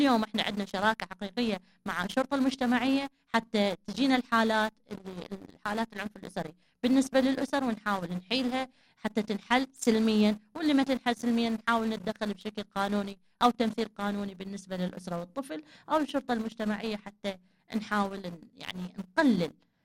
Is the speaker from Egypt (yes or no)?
no; Iraq; مثلا أنا مواطنة عراقية